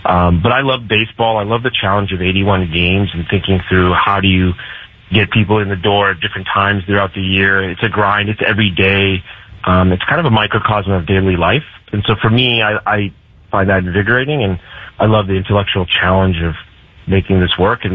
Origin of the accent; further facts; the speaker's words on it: Toronto, Ontario, Canada; just because they're Canada's team, and I'm originally from Toronto, and I like to see the development of baseball in Canada through them.